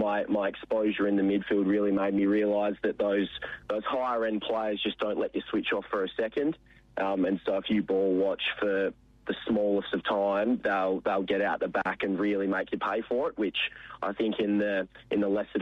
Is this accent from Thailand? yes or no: no; Karratha, Western Australia, Australia; So I'm from Karratha. The old boy had a job up there for a few years. So I grew up up there in the heat plane for the Karratha Cats